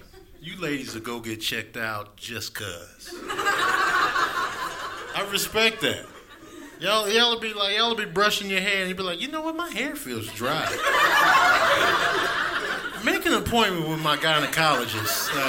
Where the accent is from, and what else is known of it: Chicago, Illinois, United States; born or raised there; now in California, United States